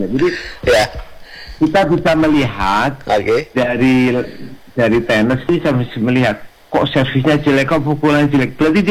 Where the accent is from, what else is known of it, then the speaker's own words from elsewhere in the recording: Batam, Riau Islands, Indonesia; saya sebagai warga Batam